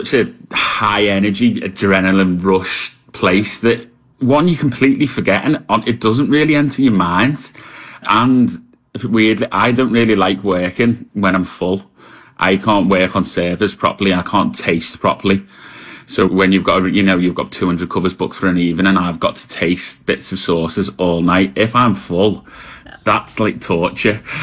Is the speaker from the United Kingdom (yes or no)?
yes; Liverpool, North West England, United Kingdom; now in Manchester, United Kingdom; I'm from Liverpool, but based in Manchester.